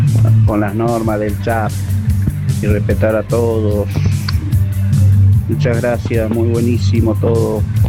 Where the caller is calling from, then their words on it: Santa Cruz, Argentina; soy de Argentina, Santa Cruz